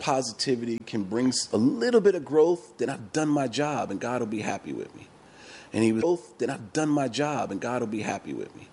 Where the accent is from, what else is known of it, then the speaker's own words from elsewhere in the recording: New York City, New York, United States; I'm born and raised in New York City.